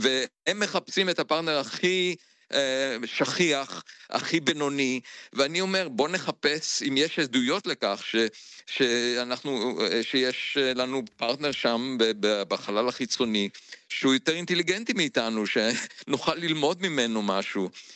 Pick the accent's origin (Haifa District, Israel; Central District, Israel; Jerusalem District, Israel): Central District, Israel; Beit Hanan; דרך אגב, אני נולדתי במושב בית חנן, וגדלתי בצד הטבע.